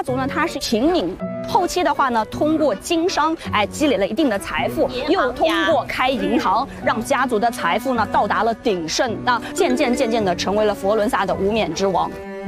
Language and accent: Chinese; Nanjing, Jiangsu, China; now in Florence, Italy; 我的老家江苏省南京市